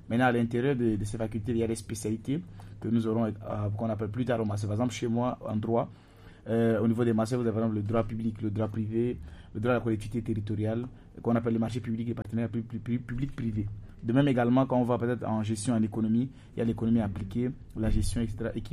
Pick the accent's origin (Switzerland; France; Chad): Chad; moved away as an adult; moi je suis arrivé du Tchad, bien sûr je dois le préciser, fraîchement arrivé en première année.